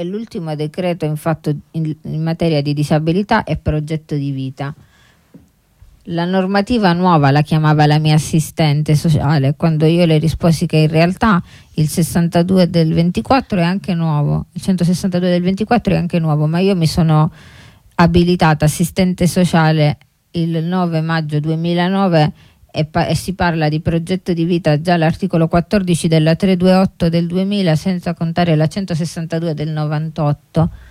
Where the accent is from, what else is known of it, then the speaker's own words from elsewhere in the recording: Apulia, Italy; io sono di origine, sono pugliese, quindi penso che in Puglia non si sia neanche mai arrivati a concettualizzare il decreto 162 sui progetti di vita.